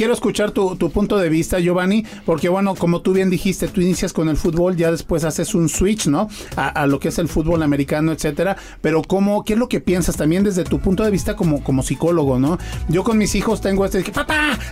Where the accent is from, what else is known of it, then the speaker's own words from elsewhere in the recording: Mexico; Es prácticamente una religión, lo traemos en el ADN. ADN como mexicanos.